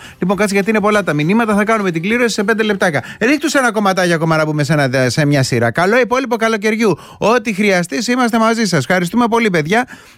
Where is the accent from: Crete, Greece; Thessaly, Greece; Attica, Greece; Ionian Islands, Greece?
Attica, Greece; γιατί εγώ είμαι και λίγο από τα Μεσόγεια και ξέρετε κάτι, όταν μπαίνω σε ένα σπίτι και πάω και ένα γλυκό, θέλω να με κεράσουν και κάτι.